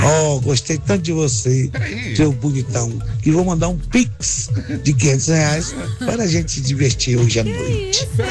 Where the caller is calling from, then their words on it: Brasília, Federal District, Brazil; Eu tô falando do Recanto das Emas.